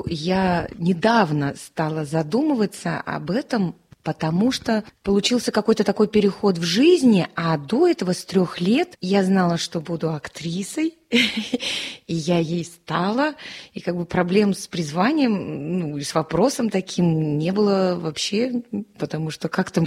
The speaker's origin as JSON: {"language": "Russian", "town": "Yaroslavl", "region": "Yaroslavl Oblast", "country": "Russia", "tie": "born or raised there", "said": "На время поехали, папа мой здесь родился, а уже я родилась в Ярославле, как-то, ну, осили, ассимилировались, я вообще ни о чем не жалею, прекрасный город"}